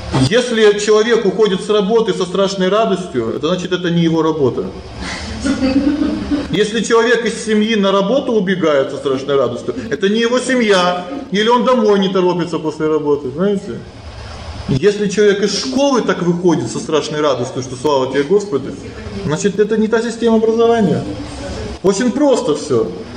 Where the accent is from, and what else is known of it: Khabarovsk, Khabarovsk Krai, Russia; born there